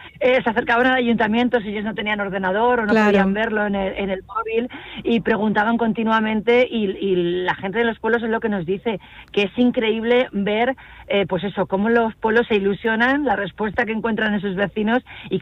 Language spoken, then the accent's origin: Spanish; Castilla-La Mancha, Spain; este carácter castellano-manchego, que empezamos a sacar pecho por nuestra tierra